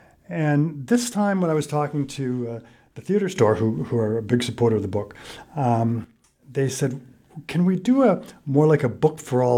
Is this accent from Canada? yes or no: yes; Stratford, Ontario, Canada; Stratford's my hometown, and my wife and I are both from here